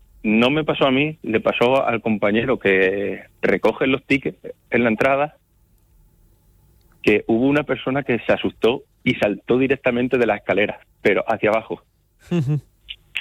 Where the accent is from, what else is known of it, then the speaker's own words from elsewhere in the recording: Yecla, Region of Murcia, Spain; nosotros somos de Yecla, entonces estamos a 200 kilómetros.